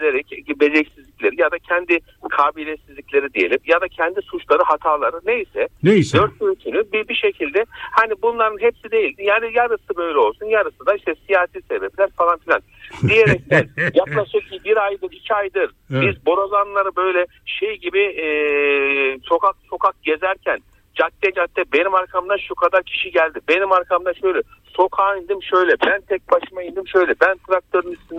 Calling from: Ankara, Turkey

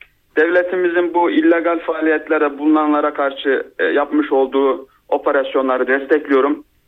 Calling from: Istanbul, Turkey; ben İstanbul'dan arıyorum.

